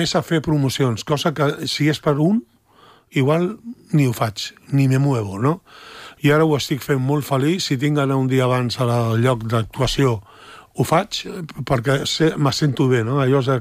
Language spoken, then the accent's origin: Catalan; L'Hospitalet de Llobregat, Catalonia, Spain; Hospitalet, al meu barri